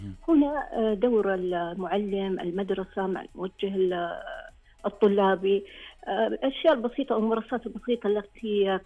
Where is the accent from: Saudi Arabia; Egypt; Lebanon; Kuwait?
Saudi Arabia; عندنا التعليم في المملكة